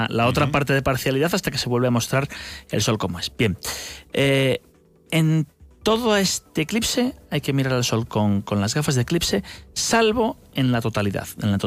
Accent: Losada, Castile and León, Spain; Yo ayer que iba a mi pueblo, a Losada, que estamos en fiestas

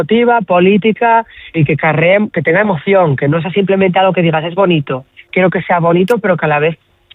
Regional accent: Asturias, Spain; Yo soy de barrer para casa y Asturias me inspira mucho, mi familia me inspira mucho. Tengo colecciones inspiradas en la mitología asturiana, en los colores de mi pueblo, de la naturaleza.

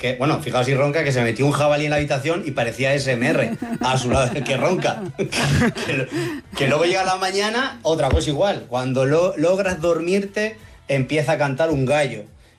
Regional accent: La Roda, Castilla-La Mancha, Spain; mañana empiezan las fiestas de mi pueblo, de La Roda, en la que tuve la suerte de ser pregonero yo hace dos años.

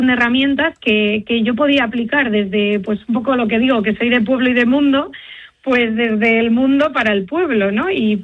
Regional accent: Castile and León, Spain; pues sería una marca que también es de un pueblo de la zona del Valle del Tietar, que es de donde soy yo

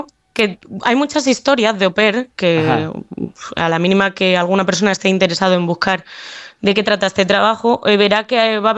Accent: Extremadura, Spain; accent: Madrid; also born or lived in Madrid; now in Ireland; Pues es que el acento es un poco tirando de Madrid, porque nací en Madrid, pero soy extremeña y defiendo mucho mi orgullo extremeño.

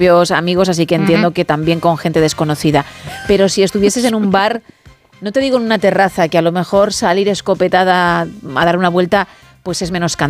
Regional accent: Italy; Spanish is a second language; now in Spain; good night from Spain. Bueno, soy italiana

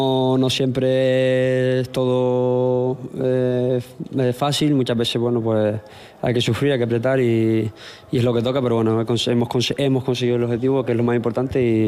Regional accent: Canary Islands, Spain; also born or lived in Galicia; Yo soy canario, medio gallego

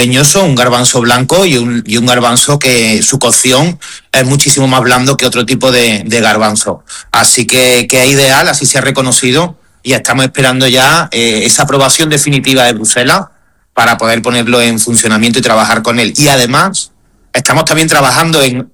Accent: Cañete, Castilla-La Mancha, Spain; Bueno, mi pueblo, quería decir yo de él, ¿no? Que es un lugar único en el mundo donde se puede pasear por estas calles de la Villa Botánica, que así se denomina

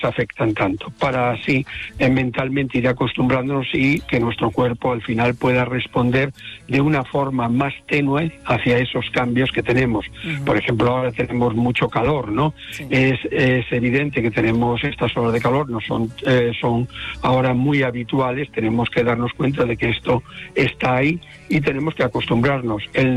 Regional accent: Galicia, Spain; Como buen gallego voy allí.

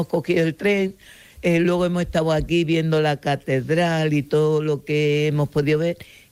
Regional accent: Andalusia, Spain; now in Madrid, Spain; Claro, es que en Andalucía o nos íbamos o no comíamos, pues nos teníamos que venir.

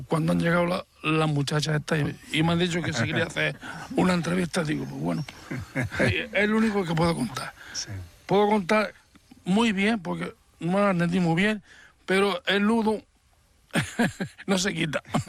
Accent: Sorbas, Andalusia, Spain; Yo soy nacido en el río de agua. Yo pertenezco a Sorba.

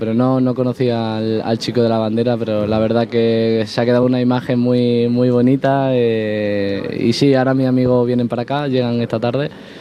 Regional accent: Extremadura, Spain; he sentido muy, muy querido en Extremadura, la verdad. También cuando tengo la oportunidad de ir a mi pueblo, toda esa gente que te arropa

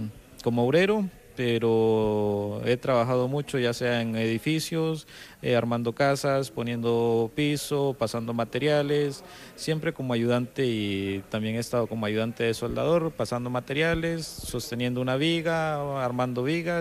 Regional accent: Nicaragua; now in Spain; Bueno, la mayoría de herramientas y eso, como nicaragüense, las conozco la mayoría

